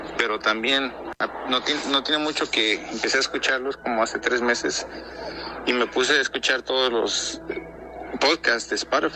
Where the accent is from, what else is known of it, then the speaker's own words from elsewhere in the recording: Morelos, Mexico; now in Arizona, United States; soy de Arizona, originalmente de Morelos.